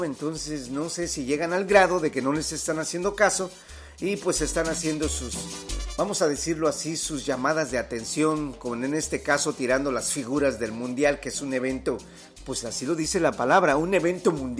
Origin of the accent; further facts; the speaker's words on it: Mexico; moved away; mi país, compadre, comadre, que es México.